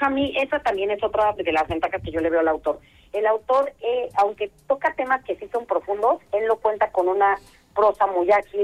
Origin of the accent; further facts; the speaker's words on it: Mexico; esta doble moralidad que tenemos como mexicanos y como sociedad